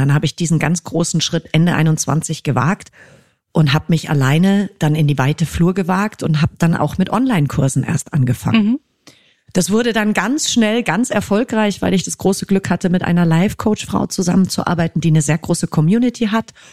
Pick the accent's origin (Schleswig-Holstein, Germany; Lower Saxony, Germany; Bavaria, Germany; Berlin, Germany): Bavaria, Germany; Fürstenfeldbruck; hatte vor 4 Wochen in München bei Fürstenfeldbruck, also in meiner alten Heimat